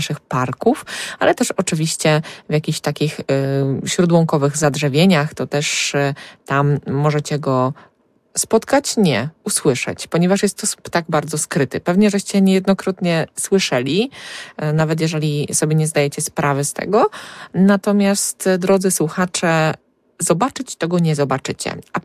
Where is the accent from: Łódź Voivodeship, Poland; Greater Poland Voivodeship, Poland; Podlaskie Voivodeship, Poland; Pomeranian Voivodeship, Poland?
Greater Poland Voivodeship, Poland; Poznań